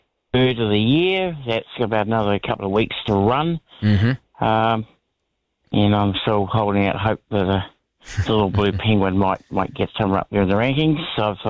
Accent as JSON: {"language": "English", "town": "Dunedin", "region": "Otago", "country": "New Zealand", "tie": "born or raised there", "said": "I grew up in Dunedin knowing that the good apples are usually grown in the central Otago."}